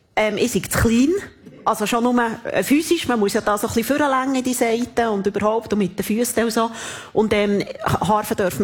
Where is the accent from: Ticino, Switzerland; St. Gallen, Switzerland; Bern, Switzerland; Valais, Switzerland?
Bern, Switzerland; Thun; also ich bin in Thun aufgewachsen und dort hat's ein Restaurant